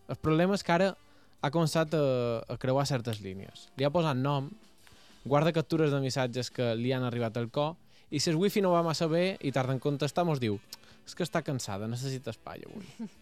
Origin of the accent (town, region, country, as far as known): Sencelles, Balearic Islands, Spain